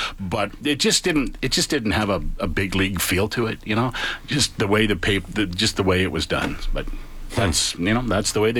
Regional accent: Edmonton, Alberta, Canada; I'm proud to be an Albertan. I love living in Alberta and living in Edmonton

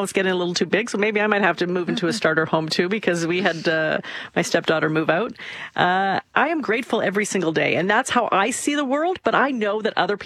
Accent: Canada; if the dinner party was somewhere else, I'd say I'm from Canada because that's how I identify myself.

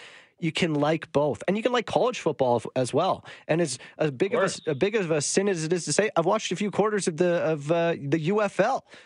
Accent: Calgary, Alberta, Canada; I grew up in Calgary and obviously still in Calgary.

